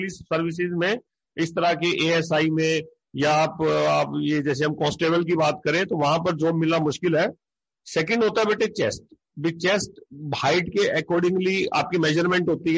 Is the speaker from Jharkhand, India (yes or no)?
no; Haryana, India; हम हरियाणा से बिलोंग करते हैं।